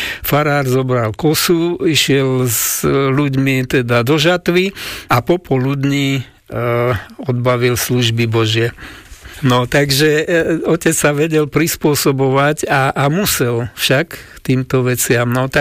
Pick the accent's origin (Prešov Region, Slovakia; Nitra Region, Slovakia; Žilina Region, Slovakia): Žilina Region, Slovakia; Liptovský Mikuláš; tam som sa narodil na fare, čiže to je moje rodisko a mám naozaj veľký srdcový vzťah. No a potom starý otec umrel … tak sme sa presťahovali do Mikuláša.